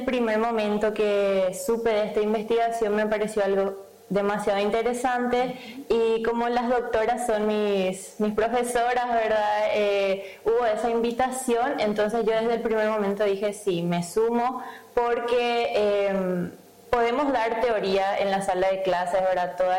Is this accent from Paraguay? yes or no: yes; Encarnación, Itapúa, Paraguay; De Encarnación, de Encarnación.